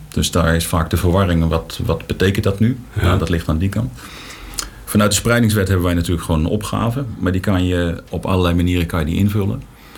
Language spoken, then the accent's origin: Dutch; Montfoort, Utrecht, Netherlands; Ik ben 62 jaar geleden geboren in Montfoort, in de Margrietstraat. Dus ik ben echt een keizerrijker. Wij wonen daar op het hoekje, Margrietstraat 2. Schuin tegenover het zwembad.